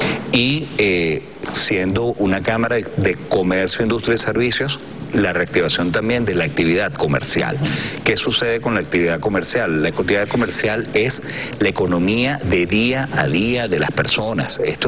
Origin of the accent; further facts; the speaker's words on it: Venezuela; la gran lección que podemos tener acá como venezolanos